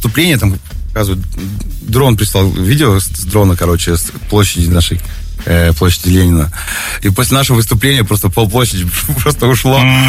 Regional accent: Naryan-Mar, Nenets Autonomous Okrug, Russia; born there; also born or lived in Kolguyev Island; now in Saint Petersburg, Russia; когда кто-нибудь спрашивает, из какого я города, я говорю, Нарьян-Мар

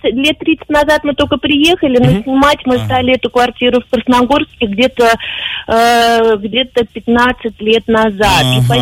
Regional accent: Moldova; moved away; Мы с мужем сами приехали с Молдавии. Ну, уже давным-давно.

